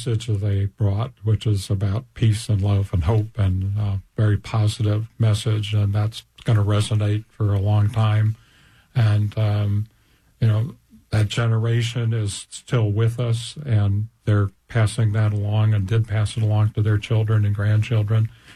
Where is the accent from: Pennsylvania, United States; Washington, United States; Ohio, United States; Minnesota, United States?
Ohio, United States; Cleveland; I remember specifically … I grew up in Cleveland, and so we had that as a big part of our life.